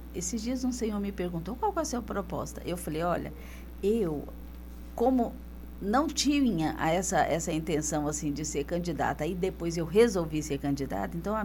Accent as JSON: {"language": "Portuguese", "area": "Aragarças", "region": "Goiás", "country": "Brazil", "said": "a nossa cidade é considerada turística"}